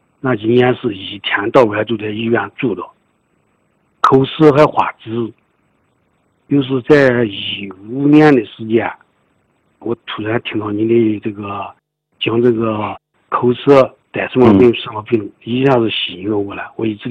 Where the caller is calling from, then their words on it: Taiyuan, Shanxi, China; 我是来自山西太原的